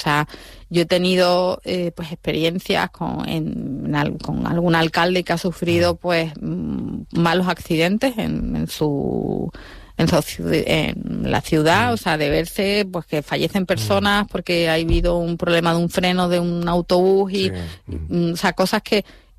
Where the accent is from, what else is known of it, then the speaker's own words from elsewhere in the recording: Andalusia, Spain; yo soy andaluza